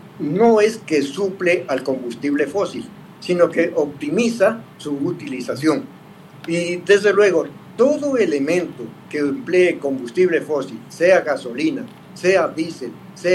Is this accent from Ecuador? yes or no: yes; Ecuador; Soy un ciudadano ecuatoriano. Mucho orgullo, mucha honra.